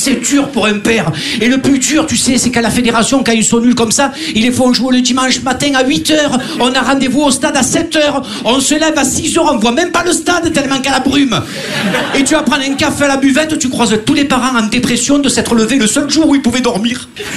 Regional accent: Marseille, Provence-Alpes-Côte d'Azur, France; Bon alors moi je viens de Marseille, mais vous inquiétez pas, je ferai pas de clichés.

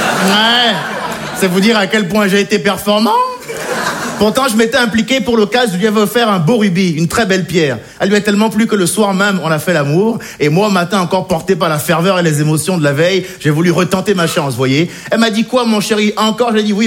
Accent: France; Je suis français, assimilé, je le précise, parce que même quand t'es assimilé comme moi

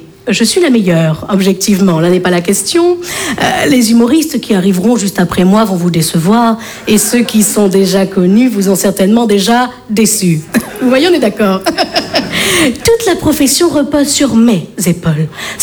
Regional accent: Bordeaux, Nouvelle-Aquitaine, France; je viens de Bordeaux.

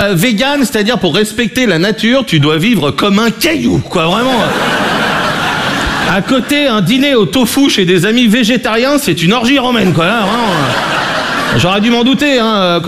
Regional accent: Brittany, France; je suis breton, j'ai 20 ans.

